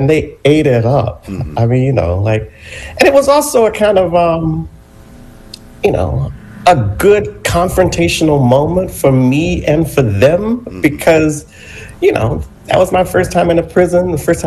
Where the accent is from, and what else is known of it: Manchester, Georgia, United States; born or raised there